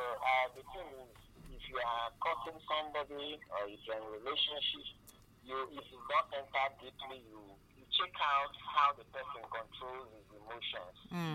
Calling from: Abakaliki, Ebonyi, Nigeria; I'm calling you from Abakaliki.

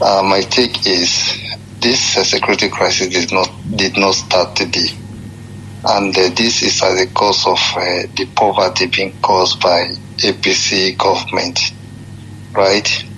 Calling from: Dubai, United Arab Emirates; I'm calling from United Arab Emirates, Dubai.

